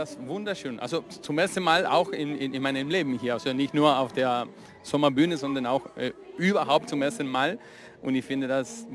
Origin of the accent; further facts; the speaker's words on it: Rosario, Santa Fe, Argentina; moved away; ich komme aus Rosario, dieselbe Stadt, in der Messi, der Fußballspieler, und Sammy Rossi geboren sind.